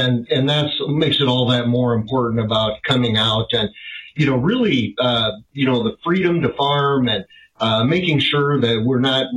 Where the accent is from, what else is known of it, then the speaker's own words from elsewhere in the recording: Nebraska, United States; also born or lived in North Carolina; I was born in Nebraska, raised on a diversified livestock and cropping operation, received my animal science degree from the University of Nebraska